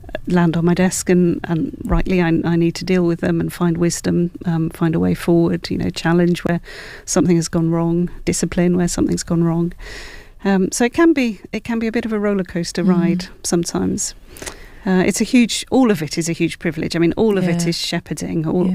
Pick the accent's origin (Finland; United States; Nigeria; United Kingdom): United Kingdom; Wales; I'm Welsh, and so the Welsh revival is in my blood.